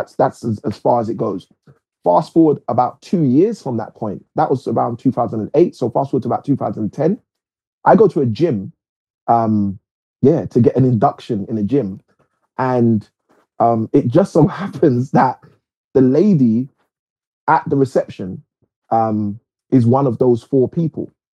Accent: United Kingdom; born there; being born British, being in the UK

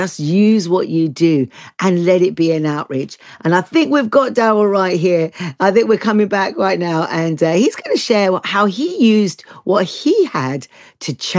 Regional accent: London, United Kingdom; I grew up in North London, so, you know, football everywhere.

